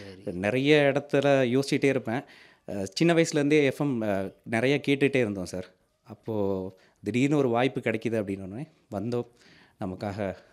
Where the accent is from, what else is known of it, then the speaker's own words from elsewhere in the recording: Tamil Nadu, India; சொந்த ஊர் தேனி மாவட்டம் சார்.